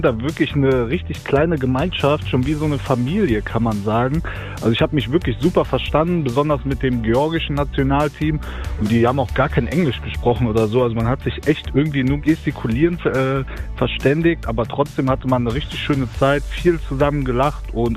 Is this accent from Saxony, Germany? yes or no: no; North Rhine-Westphalia, Germany; Ja, ich bin wirklich mega stolz, da auch meine Heimat repräsentieren zu dürfen und auch das Sauerland zu vertreten.